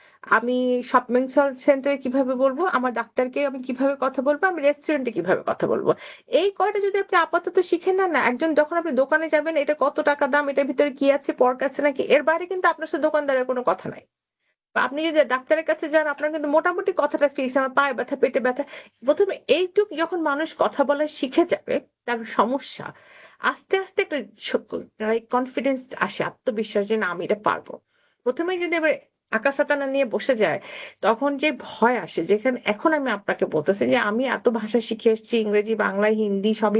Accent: Dhaka, Dhaka Division, Bangladesh; আসলে আমার জন্ম ঢাকায়, আমি বড় হয়েছি রামপুরাতে, আমার দাদার বাড়ি গোপালগঞ্জে।

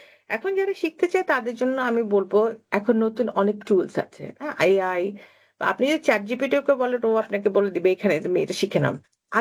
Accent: Dhaka, Dhaka Division, Bangladesh; আসলে আমার জন্ম ঢাকায়, আমি বড় হয়েছে রামপুরাতে, আমার দাদার বাড়ি গোপালগঞ্জে।

